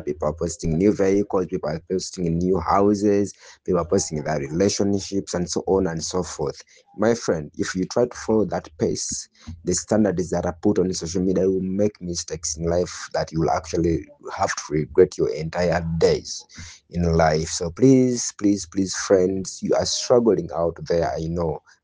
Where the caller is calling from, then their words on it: Kampala, Central Region, Uganda